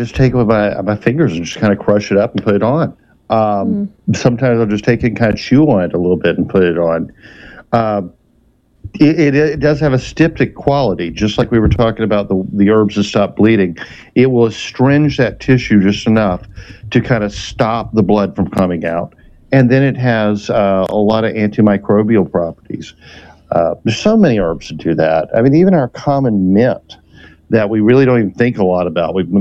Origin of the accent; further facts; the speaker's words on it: the South, United States; I'm from the South, so we eat a lot of collards and turnips and mustard greens.